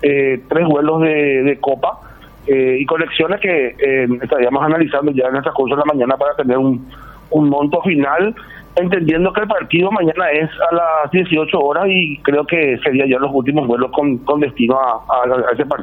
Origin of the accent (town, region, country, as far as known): Paraguay